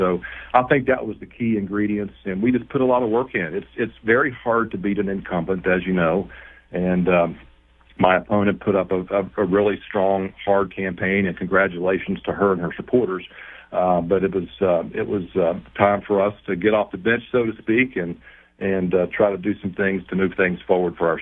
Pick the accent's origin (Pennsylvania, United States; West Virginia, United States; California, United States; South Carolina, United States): West Virginia, United States; Slab Town; Well, I grew up in Logan County in the mid-70s and lived in a little coal camp called Slab Town